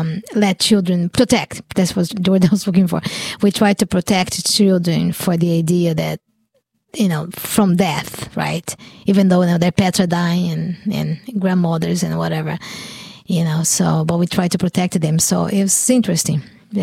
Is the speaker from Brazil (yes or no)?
yes; Brazil; now in United States; when I came from Brazil, I had a duffel bag, an enormous duffel bag